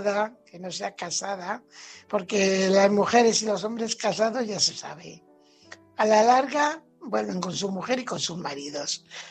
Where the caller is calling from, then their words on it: Fuenlabrada, Community of Madrid, Spain; corresponsal de Fuenlabrada.